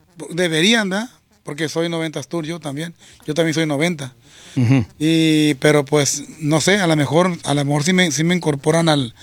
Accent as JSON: {"language": "Spanish", "town": "San Ignacio", "region": "Sinaloa", "country": "Mexico", "tie": "born there", "moved": "yes", "said": "Soy del rancho de La Caña, municipio de San Ignacio, Sinaloa."}